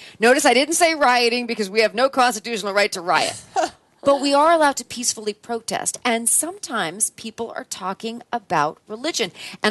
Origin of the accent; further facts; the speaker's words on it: Los Angeles, California, United States; When we travel abroad, we tell people we're from Los Angeles instead of saying, oh, yeah, you have Hollywood.